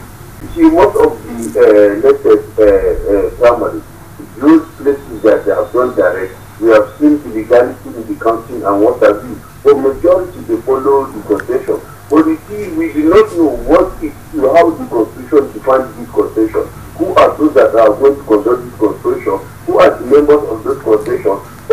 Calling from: Sudan; I'm calling from Sudan.

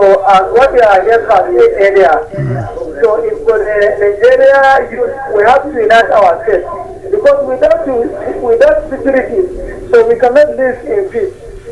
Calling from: Canada; I'm calling from Canada.

